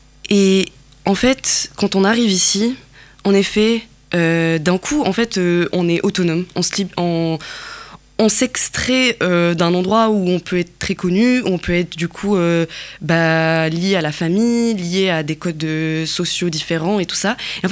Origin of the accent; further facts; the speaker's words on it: Kabylie, Algeria; moved away; je suis kabyle, j'ai grandi en Algérie, et je suis amazigh, comme je suis kabyle, et aussi, j'ai vécu la migration